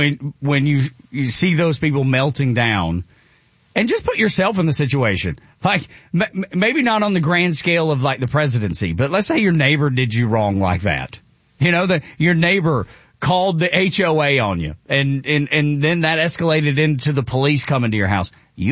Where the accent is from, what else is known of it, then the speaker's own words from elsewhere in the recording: the South, United States; Maybe it's because I'm a Southerner, you know, born and raised in the South. And, you know, we've always had in the South a deep distrust of government